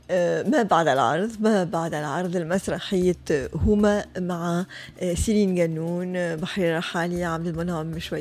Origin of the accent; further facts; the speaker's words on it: Tunisia; زوز مسرحيين من أحسن ما عندنا في تونس